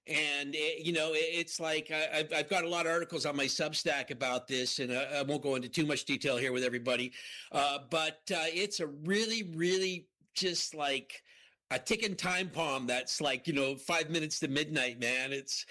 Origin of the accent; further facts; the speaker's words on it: Canada; as a Canadian, I watch like Supreme Court decisions